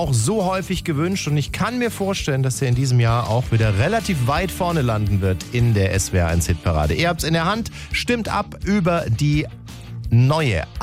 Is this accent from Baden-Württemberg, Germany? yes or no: yes; Baden-Württemberg, Germany; Sie ist aus Brandenburg, ich komme aus Baden-Württemberg.